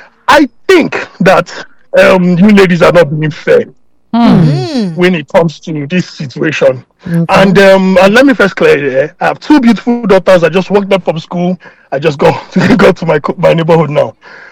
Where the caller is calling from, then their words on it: Calgary, Alberta, Canada; I listen to this show a lot. I am calling from Calgary in Alberta.